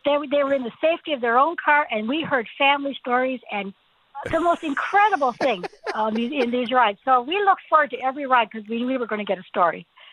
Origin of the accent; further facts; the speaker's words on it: Ontario, Canada; also born or lived in Glace Bay, Nova Scotia; My parents emigrated for the work, the mines up in Northern Ontario, so I was brought up in Northern Ontario.